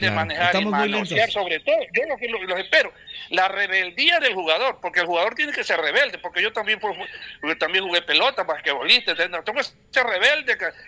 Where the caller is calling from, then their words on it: Ecuador; Ojalá, como ecuatoriano